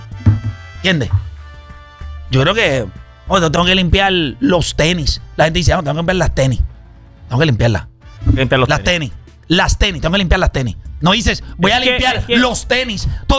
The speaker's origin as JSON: {"language": "Spanish", "town": "Las Piedras", "country": "Puerto Rico", "tie": "born or raised there", "also_born_or_lived": "Humacao, Puerto Rico", "moved": "as an adult", "lives_now": "Caguas, Puerto Rico", "said": "yo nací en un Macao, me crié en las piedras."}